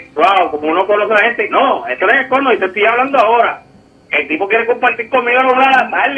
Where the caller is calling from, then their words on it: Dorado, Puerto Rico; aquí en Dorado